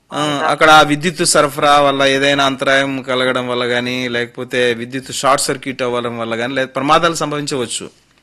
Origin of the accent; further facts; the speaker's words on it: Chennampalli, Andhra Pradesh, India; మా స్వగ్రామం ఇక్కడే అండి, పక్కనే చెన్నంపల్లి గ్రామం, అది అనంతపురం దగ్గర ఉంటుంది.